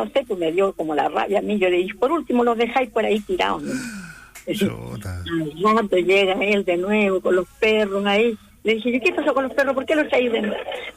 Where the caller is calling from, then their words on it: Paipote, Atacama, Chile; Sí, yo llamo de Paipote.